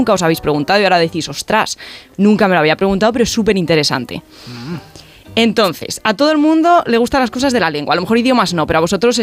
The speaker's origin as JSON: {"language": "Spanish", "town": "Guadalajara", "region": "Castilla-La Mancha", "country": "Spain", "tie": "born there", "said": "Nací en Guadalajara."}